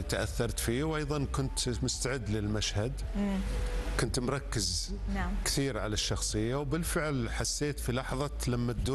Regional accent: Saudi Arabia; السينما عندنا في السعودية

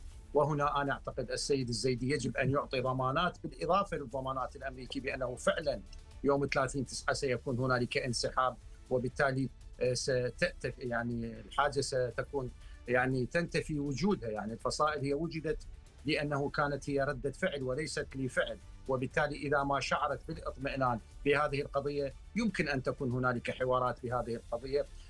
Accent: Iraq

